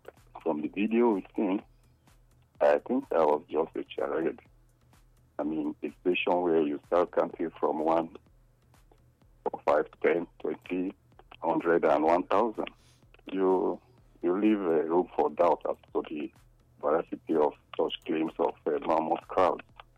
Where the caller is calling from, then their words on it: Nigeria; from Kenwa Road.